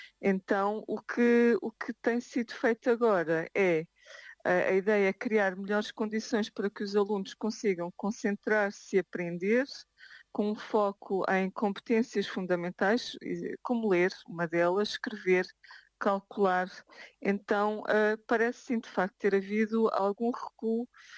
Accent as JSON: {"language": "Portuguese", "country": "Portugal", "moved": "yes", "lives_now": "Stockholm, Sweden", "said": "enquanto portuguesa"}